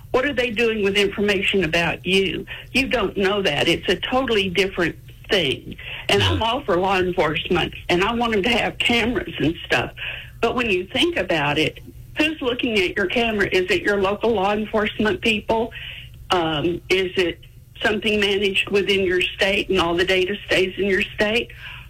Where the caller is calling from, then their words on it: United States; I live in a very small town. I don't live in Texarkana. I live in a small town close by.